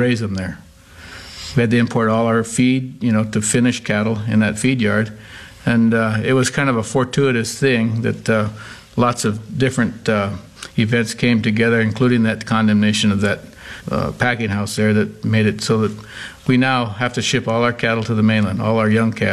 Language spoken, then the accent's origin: English; Ewa, Hawaii, United States; I was born and raised in Hawaii. My grandfather got there in 1910 as a school teacher. My father was born on a sugar plantation in Waialua on the island of Oahu, and I was raised at Eva Sugar Company